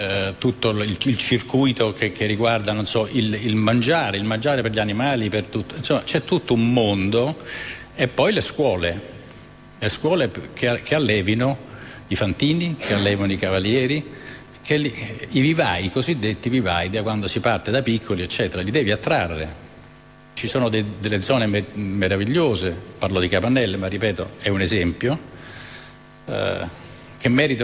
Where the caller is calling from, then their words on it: Naples, Campania, Italy; ma sono napoletano anch'io